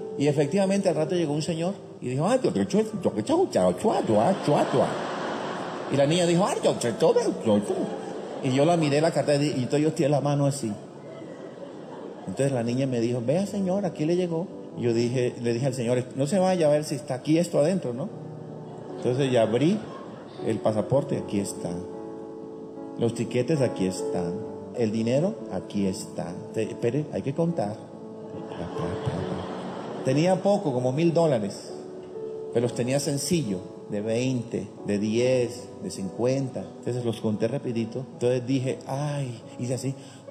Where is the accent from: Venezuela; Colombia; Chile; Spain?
Colombia; ¿de dónde viene usted? Le dije, de Colombia.